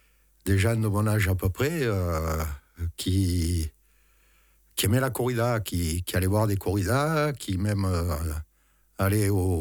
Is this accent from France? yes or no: yes; Saint-Gilles, Occitanie, France; je suis originaire de Saint-Gilles. Mon père était fan de la tauromachie camarguaise, course libre.